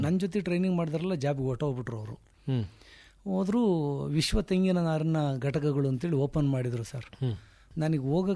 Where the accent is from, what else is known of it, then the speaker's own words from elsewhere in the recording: Maddur, Karnataka, India; Maddur sir.